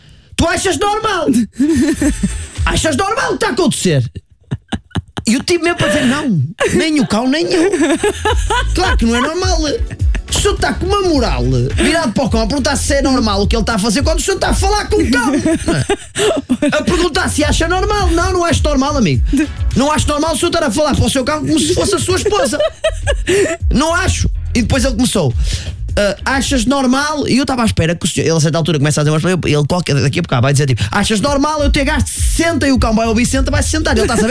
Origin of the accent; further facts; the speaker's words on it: Porto, Norte, Portugal; Eu discordo, não só por ser do Porto